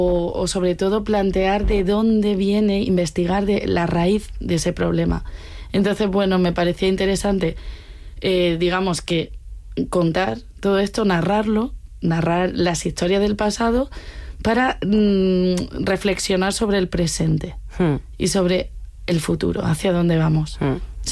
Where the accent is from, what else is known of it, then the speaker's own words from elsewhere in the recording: Andalusia, Spain; moved away as an adult; now in Madrid, Spain; yo soy madrileña de adopción, porque soy de Andalucía, me vine a estudiar aquí y he vivido muchos años en Lavapiés.